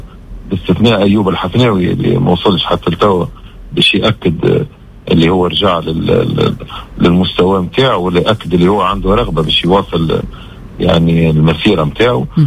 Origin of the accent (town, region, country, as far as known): Tunisia